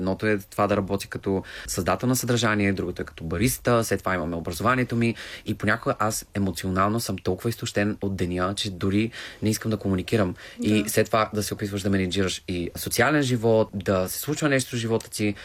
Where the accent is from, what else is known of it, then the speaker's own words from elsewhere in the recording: Targovishte, Targovishte Province, Bulgaria; Родом съм от Търговище и съм живял до 18 години в Търговище.